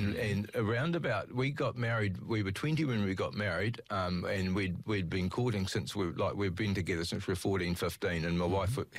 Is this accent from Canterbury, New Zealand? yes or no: yes; Christchurch, Canterbury, New Zealand; Yep, I grew up on Linwood Ave in Christchurch, and what I would consider to be a pretty normal working class family.